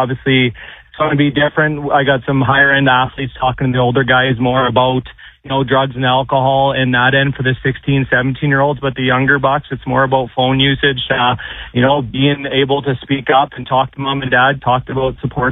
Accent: Kindersley, Saskatchewan, Canada; that happened 3 years ago in my hometown at Kindersley, Saskatchewan, where I wanted to give back in the community

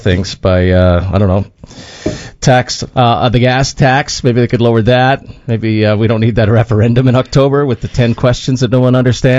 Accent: Canada; We're Canadian.

